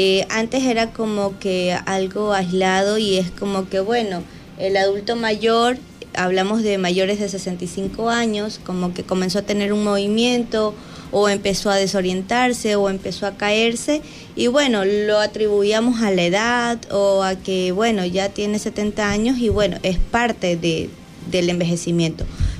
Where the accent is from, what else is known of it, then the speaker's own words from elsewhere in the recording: Río Chico, Manabí, Ecuador; yo vengo de Río Chico.